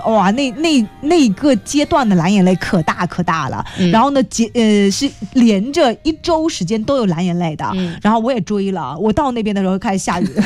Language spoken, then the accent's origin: Chinese; Fuzhou, Fujian, China; 我们福州人就不要去添乱了